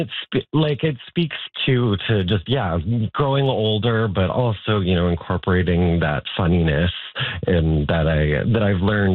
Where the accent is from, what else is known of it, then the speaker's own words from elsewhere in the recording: Hay River, Northwest Territories, Canada; now in Vancouver, Canada; growing up in the North. I'm originally from Hay River